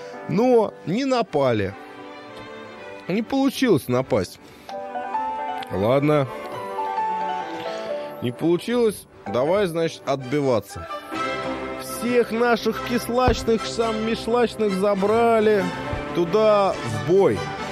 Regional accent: Kazakhstan; Вот ваши СССРы, мы казахи, вот, ну, мы, короче, случайно туда попали.

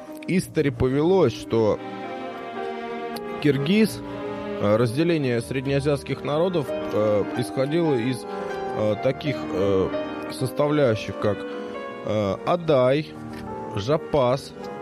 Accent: Kazakhstan; До революции на территории Казахстана, моей родины

